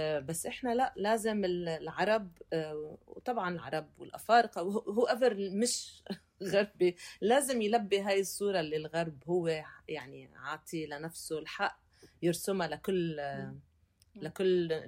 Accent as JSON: {"language": "Arabic", "region": "South Governorate", "country": "Lebanon", "tie": "born there", "said": "كوني اصلا خلقانة ويعني وعلى يعني مولودة بمخيم عين الحلوة بلبنان"}